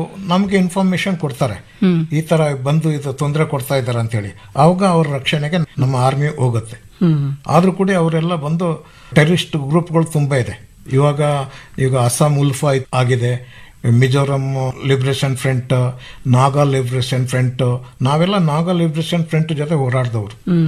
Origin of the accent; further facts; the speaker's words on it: Kodagu, Karnataka, India; ನಾವು ಕೊಡಗಿನಲ್ಲಿ ಕಾಡಲ್ಲಿ ಬೆಳೆದವರು ಹಾಗಾಗಿ ನಮ್ಗೆಲ್ಲ ಗೊತ್ತಿತ್ತು.